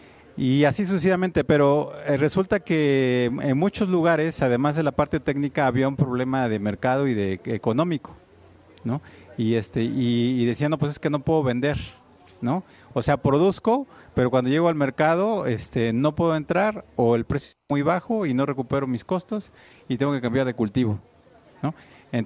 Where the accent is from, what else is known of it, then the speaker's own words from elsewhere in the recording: Oaxaca, Mexico; me regresé porque yo soy de Oaxaca. Entonces me regresé a Oaxaca